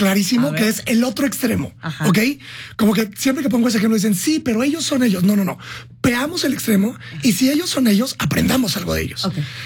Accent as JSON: {"language": "Spanish", "region": "San Luis Potosí", "country": "Mexico", "tie": "born there", "said": "yo soy un tipo normal, nací en San Luis Potosí, en una casa normal"}